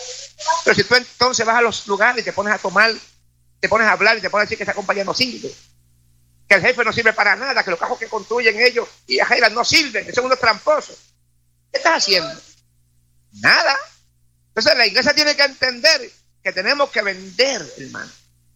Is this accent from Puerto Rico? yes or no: yes; Puerto Rico; moved away; a mí me enseñaron en mi país, en Puerto Rico